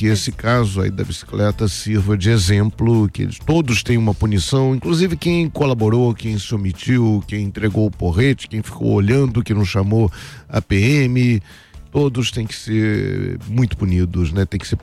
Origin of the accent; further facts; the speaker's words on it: Rio de Janeiro, Brazil; born there; Sai na Clarimundo de Melo, por sinal, onde eu nasci, onde eu nasci, na Clarimundo de Melo, ali em Quintino